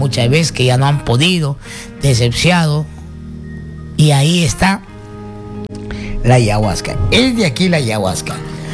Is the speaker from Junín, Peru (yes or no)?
no; Loreto, Peru; en mi tierra, en Loreto.